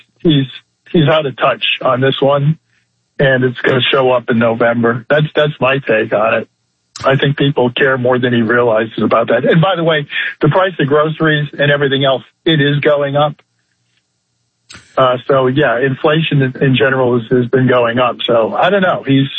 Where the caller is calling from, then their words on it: Buford, Georgia, United States; here from Buford.